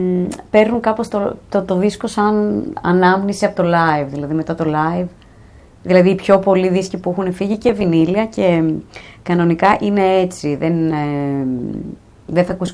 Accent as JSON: {"language": "Greek", "town": "Parikia", "region": "South Aegean", "country": "Greece", "said": "Επειδή είμαι από την Πάρο."}